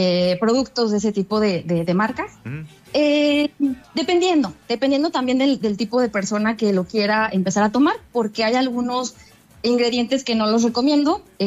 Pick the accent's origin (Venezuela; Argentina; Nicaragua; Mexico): Mexico; nosotros como mexicanos